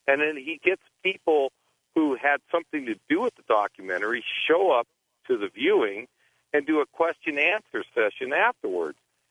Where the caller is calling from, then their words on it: California, United States; And the listeners, I'm calling from the San Francisco Bay Area.